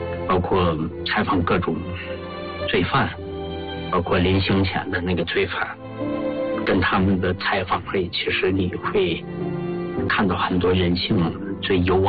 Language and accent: Chinese; Heilongjiang, China; 就因为我本身是黑龙江人嘛，小时候文物多，我对那块土地特别熟悉嘛